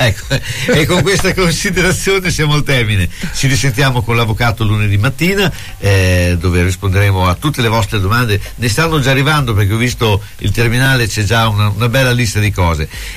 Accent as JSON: {"language": "Italian", "town": "Bologna", "region": "Emilia-Romagna", "country": "Italy", "said": "Noi siamo bolognesi"}